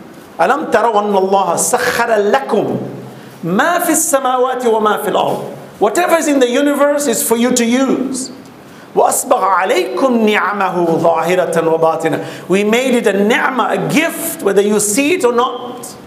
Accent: Dar es Salaam, Tanzania; I remember when I grew up in Dar es Salaam, we used to play marbles outside.

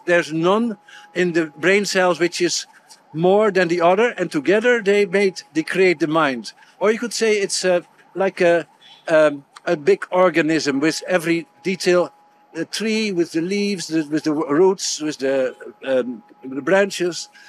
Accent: Amsterdam, North Holland, Netherlands; English is a second language; I'm from the Netherlands, Amsterdam, the capital.

